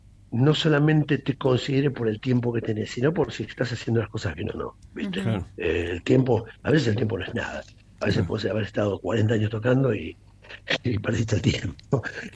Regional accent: Argentina; now in Bragado, Argentina; somos músicos argentinos.

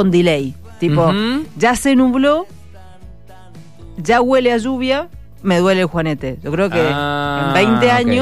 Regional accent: Tunuyán, Mendoza, Argentina

